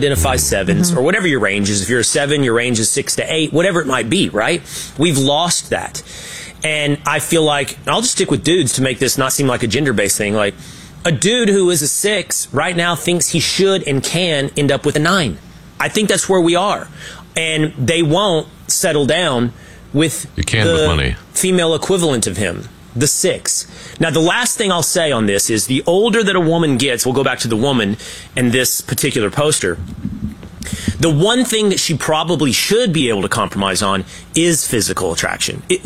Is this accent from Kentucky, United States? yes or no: no; Sherman, Texas, United States; born or raised there